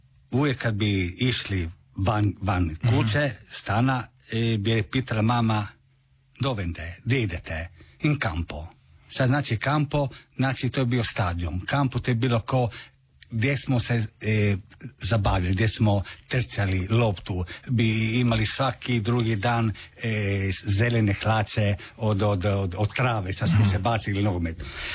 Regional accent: Pula, Istria County, Croatia; ja sam zajedno sa bratom do 93. smo imali isključivo talijansko državljanstvo i 93. smo, pošto smo rođeni u Puli, smo dali zahtjev i imao mi hrvatsko državljanstvo.

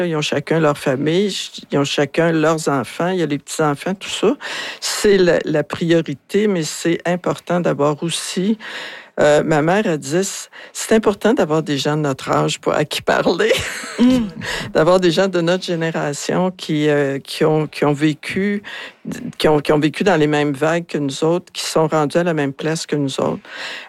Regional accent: Montreal, Quebec, Canada; moved away as an adult; now in Rouyn-Noranda, Canada; moi, je viens de Montréal.

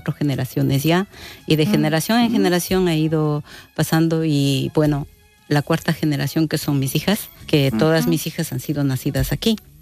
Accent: Imbabura, Ecuador; Sí, es, nosotros en... Digamos, en la zona de Imbabura, todo, hablamos el quichua.

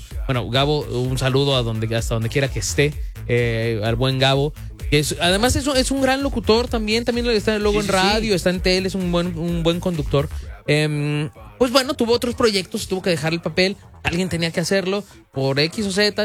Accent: Mexico; así somos los mexicanos.

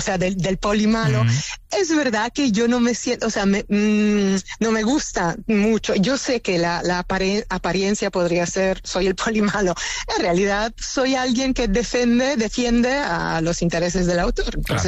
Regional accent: Italy; Spanish is a second language; y yo soy italiana, pero como agente siempre he trabajado en España

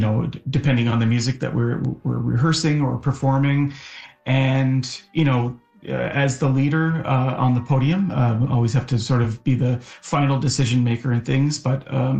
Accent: Nova Scotia, Canada; and I was growing up in Nova Scotia in Cape Breton, and I had joined the Nova Scotia Youth Orchestra at age 15

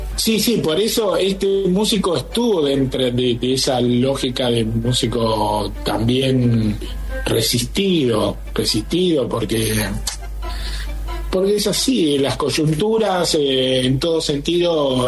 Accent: Caseros, Buenos Aires Province, Argentina; era de Caseros, donde yo nací.

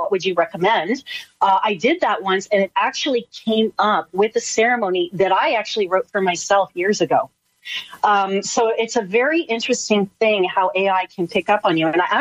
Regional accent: Canada; I'm Canadian

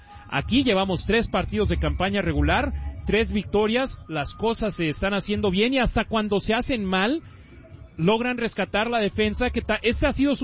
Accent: Mexico

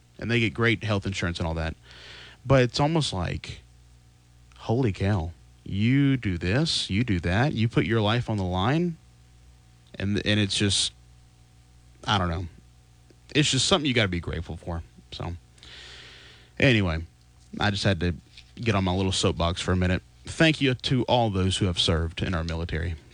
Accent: Mount Airy, North Carolina, United States; I come from Mount Airy, North Carolina. I come from Mayberry.

